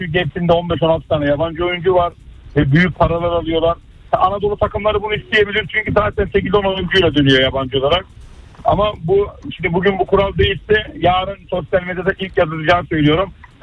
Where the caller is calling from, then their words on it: Istanbul, Turkey; Merhaba, İstanbul'dan arıyorum.